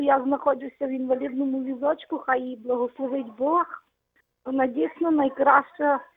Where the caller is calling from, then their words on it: Lviv Oblast, Ukraine; Телефонує я з Львівщини.